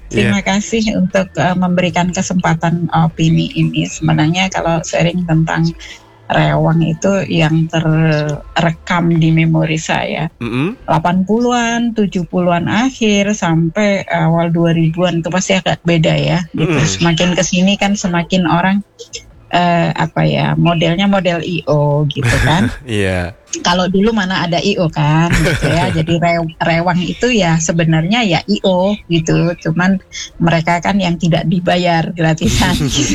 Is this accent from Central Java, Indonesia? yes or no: no; Malang, East Java, Indonesia; Saya nggak pernah diakuin kalau orang Malang. Kalau di sini mereka nggak percaya kalau saya itu orang Malang, katanya logatnya udah hilang gitu.